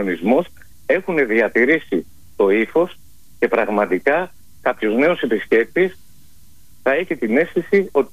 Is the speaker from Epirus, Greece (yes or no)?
yes; Ioannina, Epirus, Greece; όπως τα έβλεπα εγώ στο χωριό μου, που έχουν καταγωγή από τα όμορφα Ιωάννινα